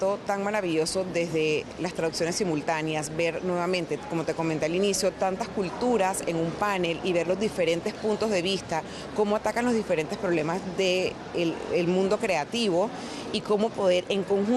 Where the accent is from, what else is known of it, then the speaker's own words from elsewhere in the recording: Panama; para mí como Panamá